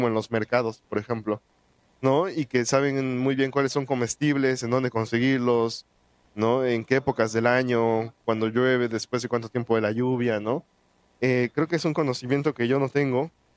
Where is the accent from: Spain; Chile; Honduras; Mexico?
Mexico; Texcoco, State of Mexico; yo soy de Texcoco.